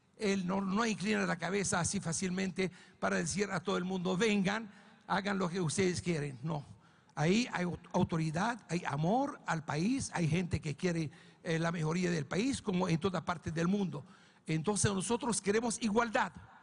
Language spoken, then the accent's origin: Spanish; Syria; Somos los fundadores de Siria. Somos los cristianos los primeros que fundaron este país. Nosotros los cristianos somos los originales de esta tierra